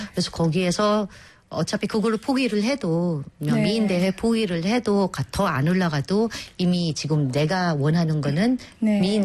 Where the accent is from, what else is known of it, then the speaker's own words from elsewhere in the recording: Philippines; Korean is a second language; 아무튼 제가 필리핀에서 왔던 거이다 보니까